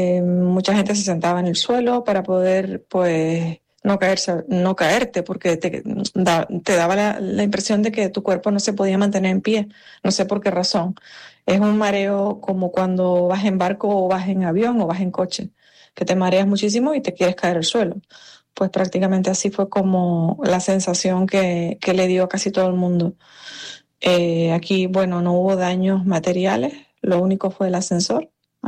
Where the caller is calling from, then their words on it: Panama City, Panamá, Panama; Yo vivo en la ciudad de Panamá. La ciudad de Panamá se encuentra cerca del Pacífico, enfrente del Pacífico.